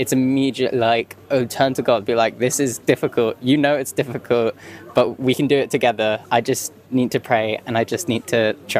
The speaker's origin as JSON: {"language": "English", "region": "London", "country": "United Kingdom", "said": "From London."}